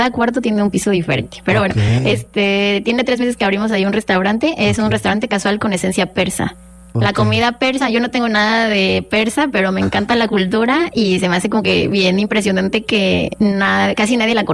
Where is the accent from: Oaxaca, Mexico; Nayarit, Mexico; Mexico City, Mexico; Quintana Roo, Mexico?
Mexico City, Mexico; now in Monterrey, Mexico; Pues mira, vengo de la Ciudad de México.